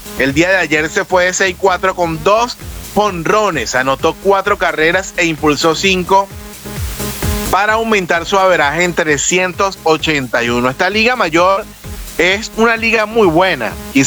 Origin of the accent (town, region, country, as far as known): Venezuela